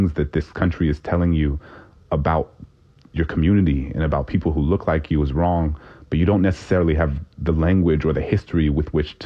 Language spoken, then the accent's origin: English; New Orleans, Louisiana, United States; these Confederate statues in my hometown of New Orleans, come down in May of 2017.